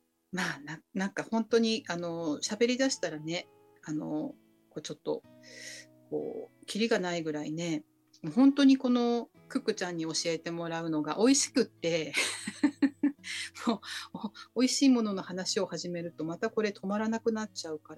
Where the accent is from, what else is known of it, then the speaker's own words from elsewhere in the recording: Nagano, Japan; できれば、地元というか、要するに、長野県の、工務店さんっていう部分で